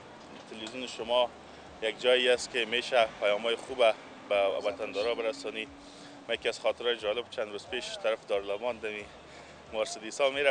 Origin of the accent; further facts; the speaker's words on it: Baghlan, Afghanistan; ما از بغلان هستیم